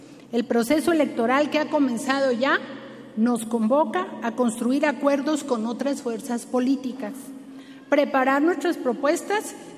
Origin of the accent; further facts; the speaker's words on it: Mexico; Somos más mexicanos que nunca